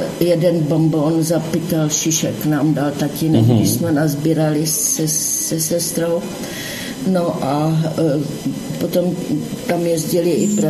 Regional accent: Hranice, Olomouc Region, Czechia; born there; jsem se narodila v Hranicích

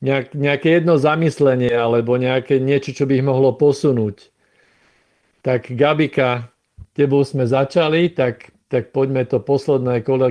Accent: Rača, Bratislava Region, Slovakia; ja som z Rači Štorfu bývalého. Čiže ja by som spadal normálne do tej oblasti, ktorú vy tam ste osedlali.

